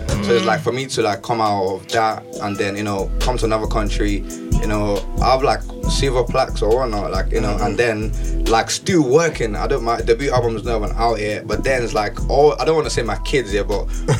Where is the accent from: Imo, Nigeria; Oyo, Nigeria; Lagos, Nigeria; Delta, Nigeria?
Lagos, Nigeria; now in London, United Kingdom; I'm from Lagos. I ended up being here somehow.